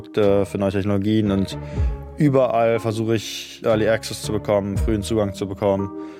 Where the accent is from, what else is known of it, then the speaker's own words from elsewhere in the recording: Essen, North Rhine-Westphalia, Germany; moved away as an adult; also born or lived in Munich; now in Silicon Valley, United States; ich bin ursprünglich aus Deutschland, aus Essen in Nordrhein-Westfalen und habe dann zuerst in München studiert.